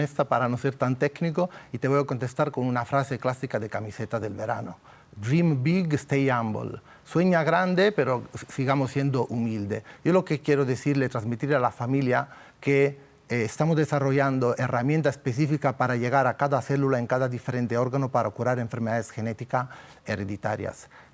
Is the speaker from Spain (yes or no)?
yes; Spain; En Europa somos solo 2 médicos españoles